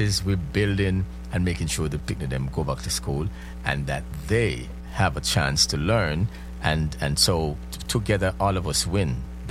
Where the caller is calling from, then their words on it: Jamaica; accent: Jamaican; I am Jamaican, right? That's who I am. So I talk Jamaican, right?